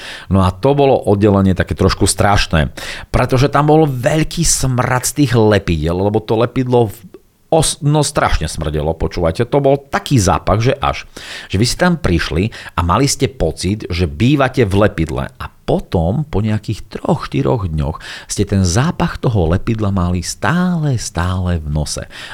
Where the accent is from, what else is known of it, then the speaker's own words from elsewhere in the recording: Bardejov, Prešov Region, Slovakia; born there; som sa narodil v Bardejove. Bardejov je také malé mestečko, krásne mestečko